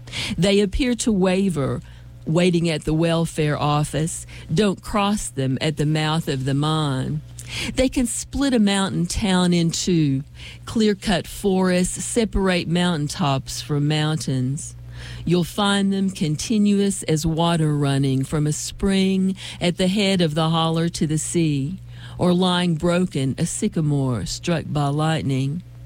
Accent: Kentucky, United States; I'm from southeastern Kentucky, where my family has been living for a really long time, and where I live now in Clay County.

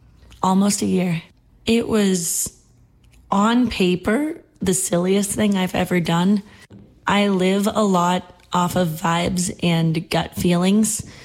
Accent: New Hampshire, United States; moved away as an adult; now in Nashville, United States; I am from New Hampshire, southern New Hampshire near Boston originally, and I just moved to Nashville last year.

